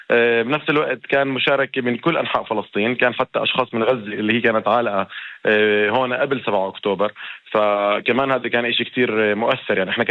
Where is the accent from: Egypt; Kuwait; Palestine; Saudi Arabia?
Palestine; إحنا كشعب فلسطيني